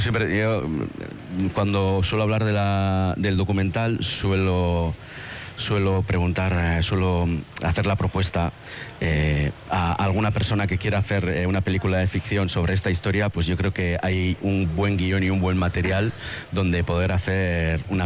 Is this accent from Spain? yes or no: yes; Guernica, Basque Country, Spain; Sí, bueno, yo soy de Guernica